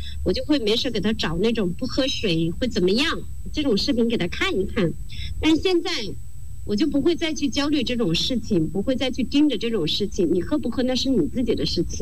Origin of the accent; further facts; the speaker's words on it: southern China, China; born or raised there; moved away